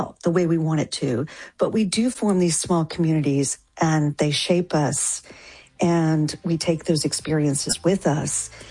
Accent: Denton, Texas, United States; fictionalized account of my hometown, which is Denton, Texas. But when I lived there, you know, it was very small.

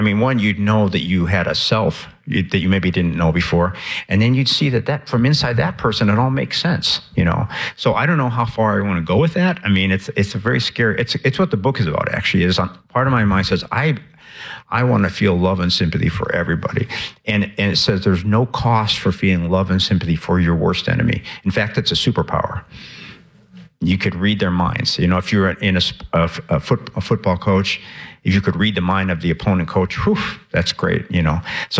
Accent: Chicago, Illinois, United States; I think I grew up in Chicago on the South Side, and there was a very, you know, a very male-centered time.

